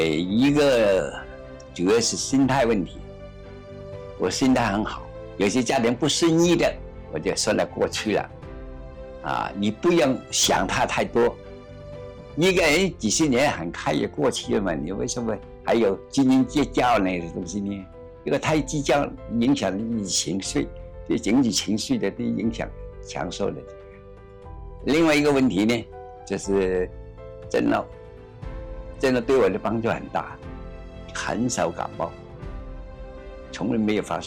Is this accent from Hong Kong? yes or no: yes; Hong Kong; now in Shenzhen, China; 我是香港人，今年93岁。